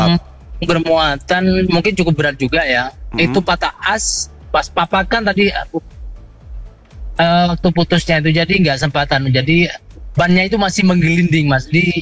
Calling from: Argosari, Indonesia; Ya, ini kan saya kebetulan dari Argosari.

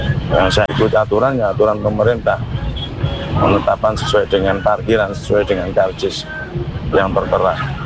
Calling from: Malang, East Java, Indonesia; Kami sebagai warga Malang, Kota Malang ya

